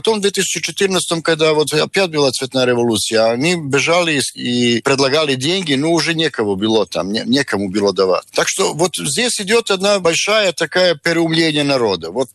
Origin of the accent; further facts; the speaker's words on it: Serbia; now in Moscow, Russia; мы из Сербии приехали в Москву, ищем здесь поддержку какую-то для наших медиа патриотических, для нашего движения туда-сюда.